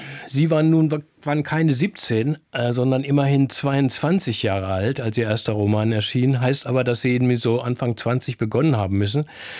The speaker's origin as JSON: {"language": "German", "region": "Berlin", "country": "Germany", "said": "als Berliner"}